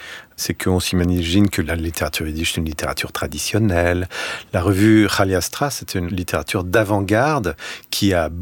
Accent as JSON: {"language": "French", "region": "Auvergne-Rhône-Alpes", "country": "France", "tie": "born or raised there", "said": "j'avais vécu toute mon enfance, j'habitais dans le sud-est de la France, à côté de Grenoble."}